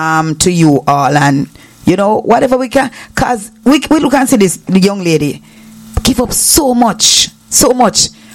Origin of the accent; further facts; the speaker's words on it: Jamaica; Patrick Ewing made me fall in love with the Knicks as a Jamaican.